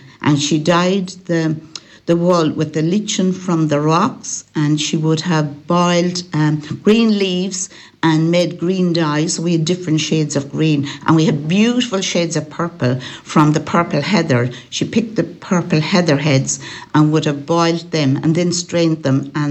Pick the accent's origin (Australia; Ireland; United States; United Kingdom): Ireland; Bundara, County Galway; also born or lived in Tuam; Yes, I'm a Galway girl. I was born in Tuam and I grew up in Bundara Hallina in County Galway, which actually is inside the border of Mayo.